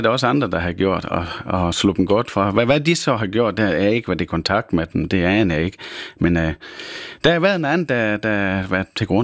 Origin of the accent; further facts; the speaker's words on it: North Denmark Region, Denmark; Det kan jeg ikke sige nej til som Thybo.